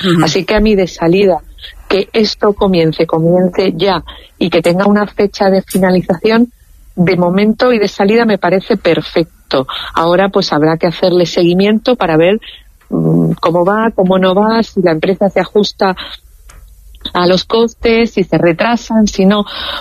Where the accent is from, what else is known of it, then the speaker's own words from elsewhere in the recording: Spain; no podemos olvidar que los españoles, que España, somos también latinos.